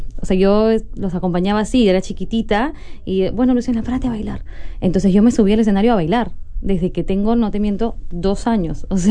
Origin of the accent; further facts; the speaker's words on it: Lima, Peru; En Lima, sí, eso. En la casa donde yo nací, ahí era la escuela. Entonces, realmente yo me levantaba con música y se acostaba con música, y los fines de semana era los teatros.